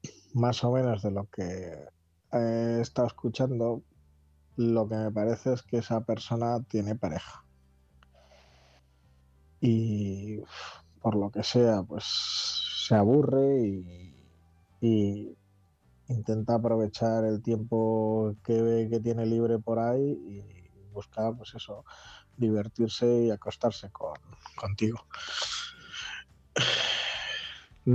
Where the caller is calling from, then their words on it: Palencia, Castile and León, Spain; de Palencia